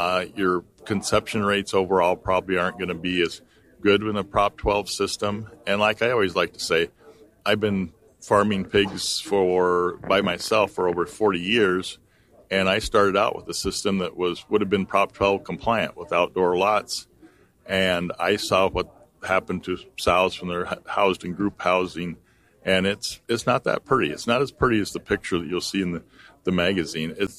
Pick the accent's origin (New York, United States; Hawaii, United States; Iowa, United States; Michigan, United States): Iowa, United States; Conrad; I'm from Conrad, Iowa, Grundy County, and we farm corn, beans, seed corn, and own weaned to finished pigs there at Conrad.